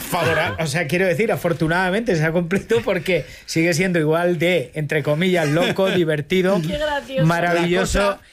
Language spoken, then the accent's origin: Spanish; Montiel, Castilla-La Mancha, Spain; cuando salí de Montiel, mi pueblo y el vuestro, a partir de ahora, yo salí a jugar.